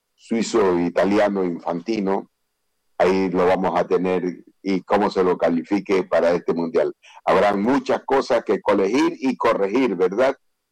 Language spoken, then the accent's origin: Spanish; Ecuador; Nosotros como ecuatorianos estamos esperando ya la decisión